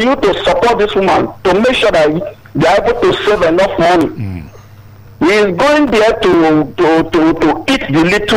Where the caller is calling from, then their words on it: Agbado, Nigeria; I'm calling from Agbado area.